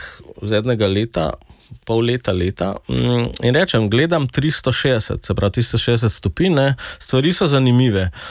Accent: Kranj, Upper Carniola, Slovenia; jaz prihajam iz Kranja

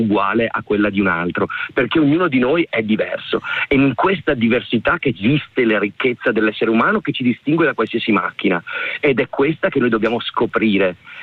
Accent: Vicenza, Veneto, Italy; io sono vicentino di origine

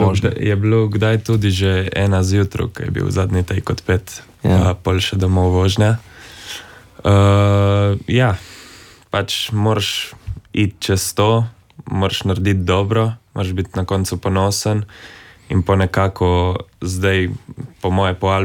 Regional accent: Littoral, Slovenia; now in Ljubljana, Slovenia; mislim, sej ne vem, koliko se niti sliši, ampak če se res daš na to, slišeš eno melodijo, na katero smo Primorci zelo ponosni.

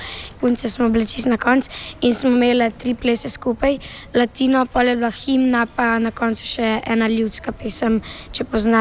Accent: Litija, Central Sava, Slovenia; sem iz Litije. Prijem sem, ker imam nono in nonata tukaj in tudi pranono

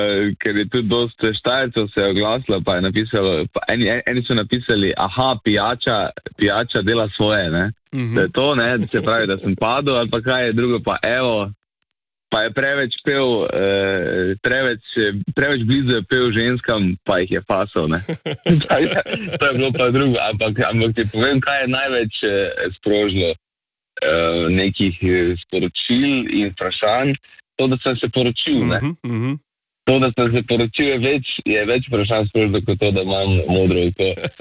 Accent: Lenart, Styria, Slovenia; moved away; zdaj sem bil v Lenartu v mojem domačem kraju

